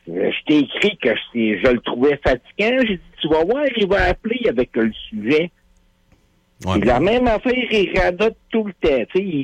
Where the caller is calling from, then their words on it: Quebec City, Quebec, Canada; je vis à Québec